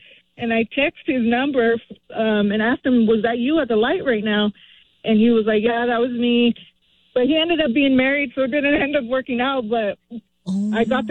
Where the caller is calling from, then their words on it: Moorpark, California, United States; I'm calling from Moore Park.